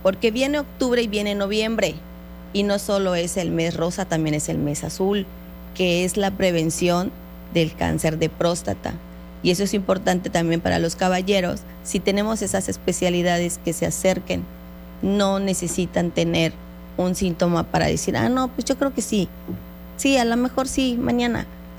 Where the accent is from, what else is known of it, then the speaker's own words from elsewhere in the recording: Yucatán, Mexico; en el caso de los que somos yucatecos y orgullosamente yucatecos